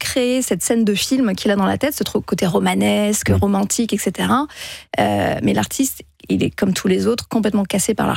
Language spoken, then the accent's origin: French; France; Lui est américain, moi, je suis française.